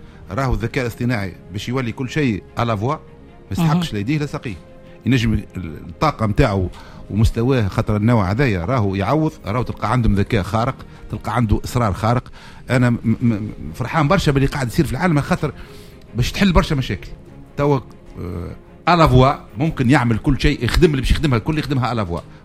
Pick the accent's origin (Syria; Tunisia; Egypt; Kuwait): Tunisia